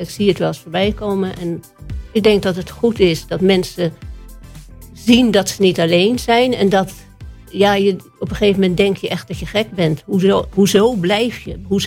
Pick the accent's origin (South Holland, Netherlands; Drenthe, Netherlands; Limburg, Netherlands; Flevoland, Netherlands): South Holland, Netherlands; Leiden; Ik kom uit Leiden, geboren en getogen.